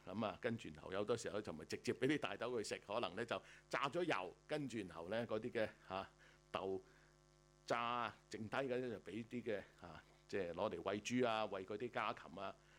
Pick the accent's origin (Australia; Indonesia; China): Australia; 呢度值得我哋澳洲人咧自豪啊